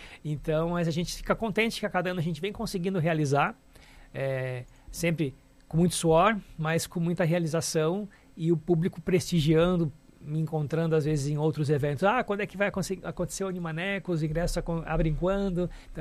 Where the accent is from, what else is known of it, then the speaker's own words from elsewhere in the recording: Jaraguá do Sul, Santa Catarina, Brazil; moved away as an adult; now in Joinville, Brazil; eu sou natural de Jaraguá do Sul